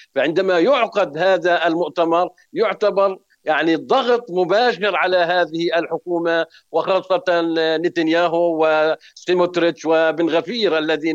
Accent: Palestine; نريد كفلسطينيين

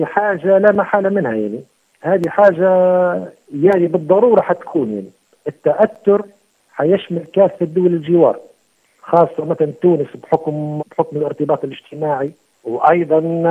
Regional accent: Libya; عندنا في الجنوب الليبي

